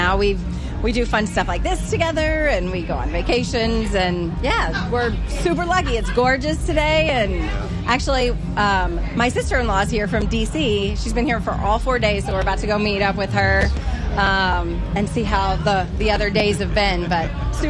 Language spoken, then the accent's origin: English; Lexington, United States; from Lexington.